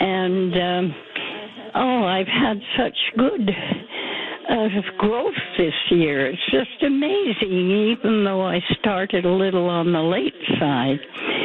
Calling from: Calgary, Alberta, Canada; Northwest Calgary. We live just below Nose Hill.

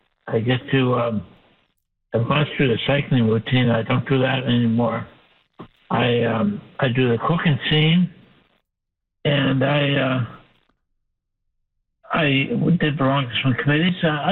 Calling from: Nova Scotia, Canada; Yes, I'm listening from North Coast.

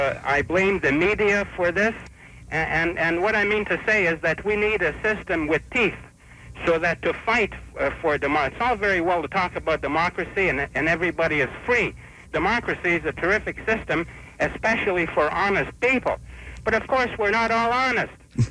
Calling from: Montreal, Quebec, Canada; Montreal.

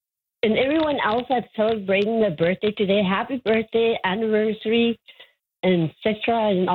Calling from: Fort Providence, Northwest Territories, Canada; I'm calling from Fort Providence.

